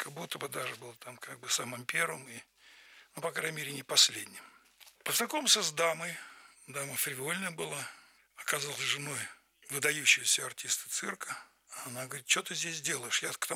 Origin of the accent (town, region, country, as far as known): Moscow, Russia; born or raised there